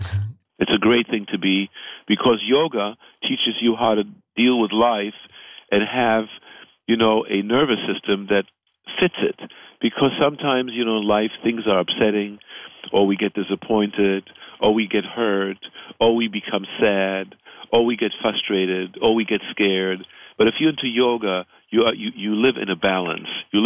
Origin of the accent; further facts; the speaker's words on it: China; also born or lived in Berlin, Germany; I was born in Berlin. But, you know, I was raised in China